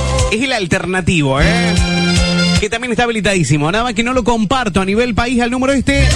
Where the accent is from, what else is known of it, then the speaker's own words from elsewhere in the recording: Freyre, Córdoba, Argentina; Yo soy de Freire, Córdoba. De Freire, Córdoba soy yo. Del este cordobés.